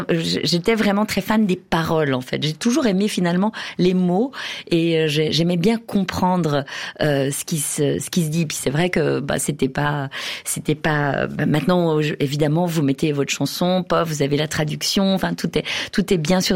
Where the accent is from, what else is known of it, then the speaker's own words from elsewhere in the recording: Biel/Bienne, Bern, Switzerland; J'ai grandi à Bienne avec ma famille. Et, on avait des voisins alémaniques.